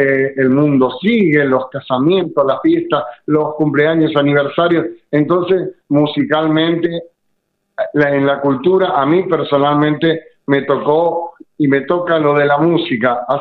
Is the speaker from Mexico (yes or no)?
no; Misiones, Argentina; los que venimos de la chacra, amamos todo lo que da la tierra colorada, que es la tierra de Misiones.